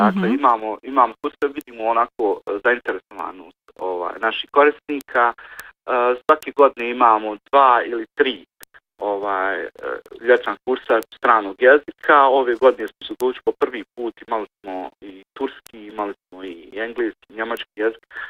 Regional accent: Zenica, Federation of Bosnia and Herzegovina, Bosnia & Herzegovina; born there; iako sam rođen ovdje u Zenici, cijeli život sam...

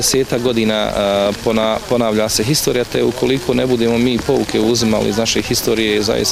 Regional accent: Vlasenica, Republika Srpska, Bosnia & Herzegovina; moved away; Ja lično ne mogu kazati da me ne drže emocija obzirom da potičem iz Vlasenice zajedno sa porodicom, znači nakon 21 dana okupiranog Vlasenice izbjegli, znači sačuvali žive glave iz Vlasenice

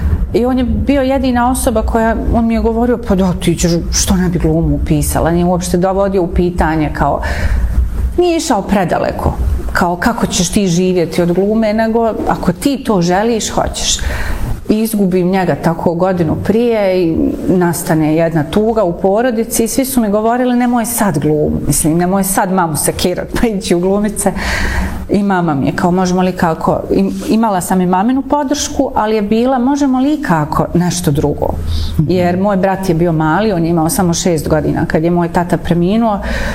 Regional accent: Sarajevo, Federation of Bosnia and Herzegovina, Bosnia & Herzegovina; born there; Ja nisam znala, kao što bi moja rabija rekla, kao rođena Sarajka, nisam znala gdje je Akademija scenskih umjetnosti.

